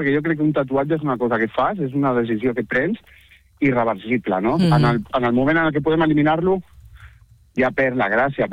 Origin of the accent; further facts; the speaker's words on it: Barcelona, Catalonia, Spain; jo soc de Barcelona, a Barcelona, doncs el panot de Barcelona és un tatuatge super recurrent